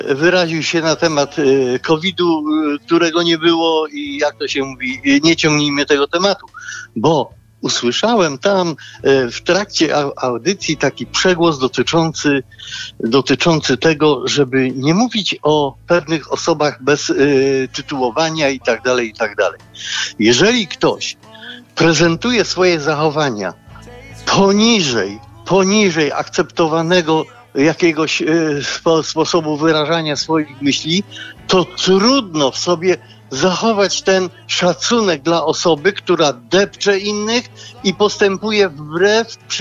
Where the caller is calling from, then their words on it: Kraków, Lesser Poland, Poland; ja dzwonię z Krakowa.